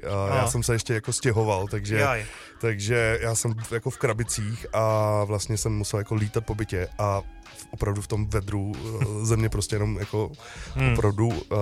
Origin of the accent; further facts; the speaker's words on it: České Budějovice, South Bohemian Region, Czechia; also born or lived in New Zealand / Indonesia; now in Prague, Czechia; Já jsem původně z Budějc, teď jsem Pražák, už asi 6 let